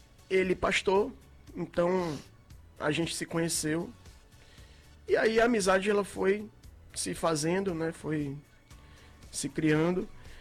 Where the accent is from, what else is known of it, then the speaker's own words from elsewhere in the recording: Cruz das Almas, Bahia, Brazil; moved away as an adult; now in Salvador, Brazil; quando eu cheguei em Salvador, eu sou de Cruz das Almas, você já disse aí, e eu cheguei aqui em Salvador no ano de 2004 para estudar.